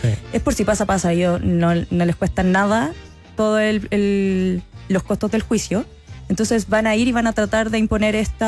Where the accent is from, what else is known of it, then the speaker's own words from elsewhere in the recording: Chile; Nosotros somos de Chile, se aplica.